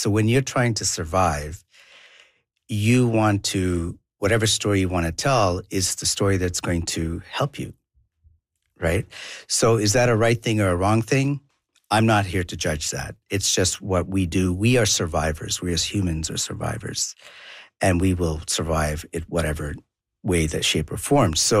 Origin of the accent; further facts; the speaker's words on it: South India, India; first language Tamil; English is a second language; So I grew up, I was raised, born and raised in India, in southern India. I'm also Tamil heritage, so my mother tongue is Tamil.